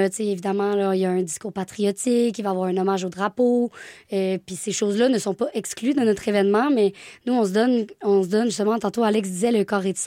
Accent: Quebec, Canada

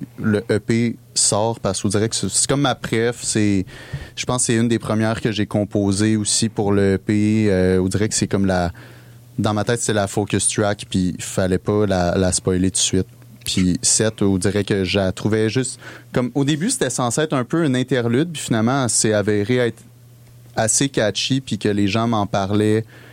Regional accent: Farnham, Quebec, Canada

